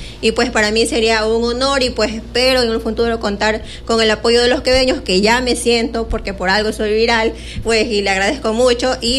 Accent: Quevedo, Los Ríos, Ecuador; mis quevedeños

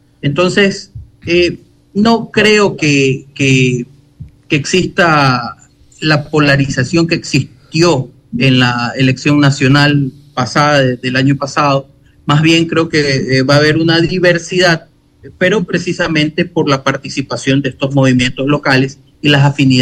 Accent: Calceta, Manabí, Ecuador; born there; le hablo por Calceta, por mi pueblo.

